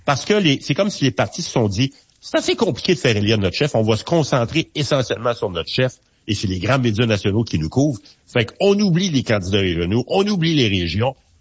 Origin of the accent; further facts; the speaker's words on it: Quebec, Canada; chez nous au Québec